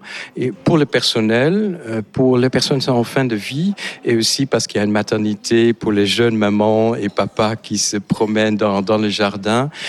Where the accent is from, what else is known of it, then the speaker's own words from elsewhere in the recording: Netherlands; French is a second language; moved away as an adult; also born or lived in Amsterdam; now in France; depuis les 35 ans que je suis en France. Je suis néerlandais et donc venu il y a 35 ans en France.